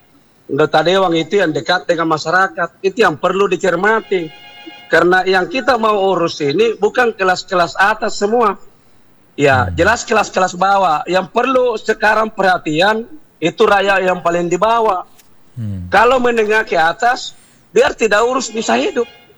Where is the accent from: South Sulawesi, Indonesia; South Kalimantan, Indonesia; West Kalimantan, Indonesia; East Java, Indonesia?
South Sulawesi, Indonesia; Karena memang di dalam kita orang Bugis Makassar itu ada memang di dalam hancurnya sebuah negara